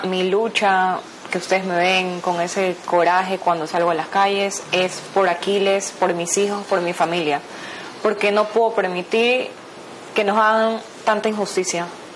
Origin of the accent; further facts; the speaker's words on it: Guayaquil, Guayas, Ecuador; porque así somos los guayaquileños.